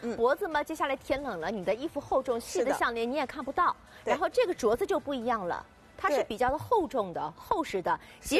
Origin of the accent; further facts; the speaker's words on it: Shanghai, China; 阿拉上海人